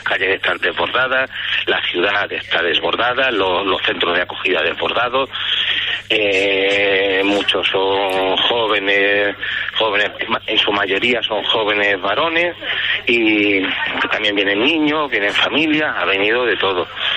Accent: Ceuta, Spain; Por un lado, yo siento, como ceutí, como español, siento que esto es una invasión.

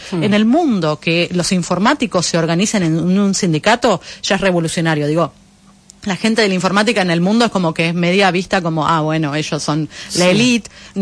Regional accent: Argentina; qué nos queda a nosotros como argentinos, qué nos queda a nosotros como latinoamericanos en esta región también

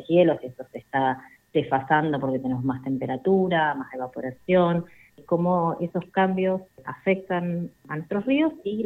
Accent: Río Gallegos, Santa Cruz, Argentina; born there; also born or lived in La Pampa; Yo nací en Río Gallegos, viví en Patagónica, después viví muchos años en el campo de mi abuelo en La Pampa

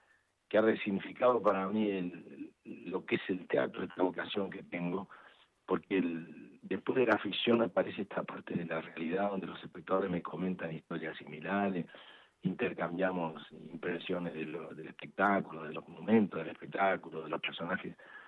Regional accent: Entre Ríos, Argentina; born there; moved away as an adult; Yo nací en Entre Ríos

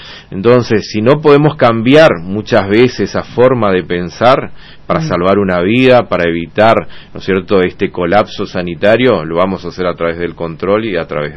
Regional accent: Chaco, Argentina; tenemos un potencial enorme en nuestro impenetrable

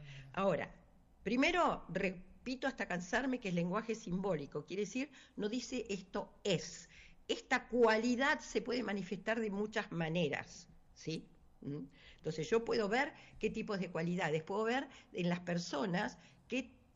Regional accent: Argentina; nacimos en Argentina y no en África

